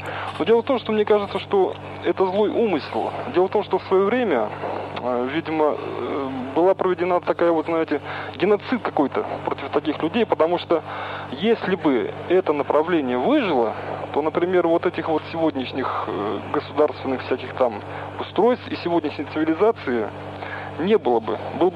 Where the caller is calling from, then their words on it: Uchkuduk, Navoiy Region, Uzbekistan; Вот я сам из Учкудука